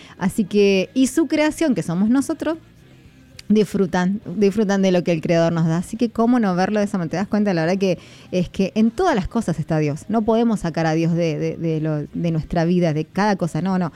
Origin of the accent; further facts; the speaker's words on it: Mendoza, Argentina; como mendocinos que somos y anfitriones de esta linda tierra